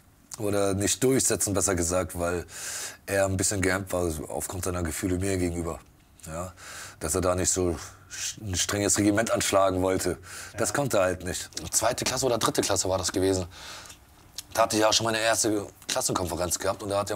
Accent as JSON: {"language": "German", "region": "Hamburg", "country": "Germany", "tie": "born or raised there"}